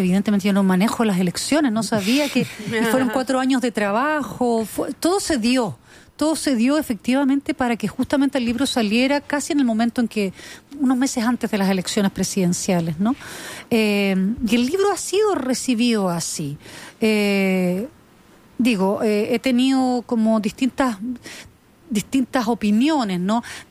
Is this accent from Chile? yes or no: yes; Chile